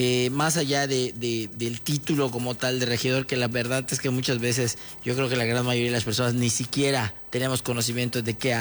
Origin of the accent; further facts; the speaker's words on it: Mérida, Yucatán, Mexico; yo soy un yucateco, nací, crecí aquí en la ciudad de Mérida, tengo 36 años, crecí aquí en la colonia de Yucatán, aquí cerquita de donde nos encontramos.